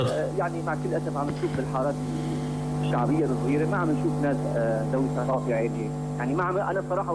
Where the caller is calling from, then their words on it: Aleppo, Aleppo Governorate, Syria; انا بحكي معك من حلب